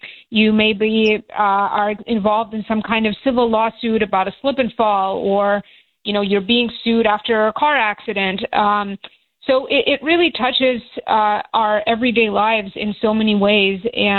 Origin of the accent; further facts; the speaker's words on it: Russia; now in Chicago, United States; I've been in Chicago since 2013. I guess I've been living there longer than anywhere else. So I consider myself a Chicagoan, even though I'm originally from Russia.